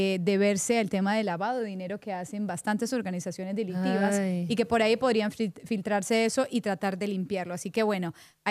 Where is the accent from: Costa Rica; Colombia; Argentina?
Colombia; Soy colombiana.